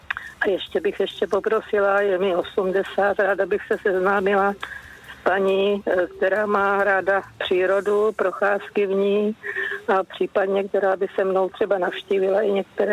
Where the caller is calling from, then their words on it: Rychnov nad Kněžnou, Hradec Králové Region, Czechia; jsem z Rychnova nad Kněžnou.